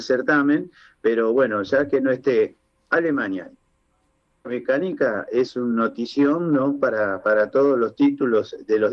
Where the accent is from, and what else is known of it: Argentina